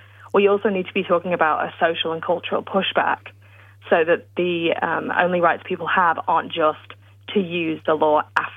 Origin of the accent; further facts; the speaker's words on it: United Kingdom; accent: British; now in Australia; I'm British, as you can tell by my accent